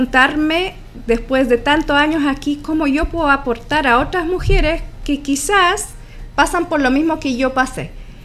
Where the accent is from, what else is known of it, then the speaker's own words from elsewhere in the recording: Slovakia; Spanish is a second language; moved away as an adult; now in Chile; yo creo que somos 20 eslovacos hoy en día que vivimos en Chile.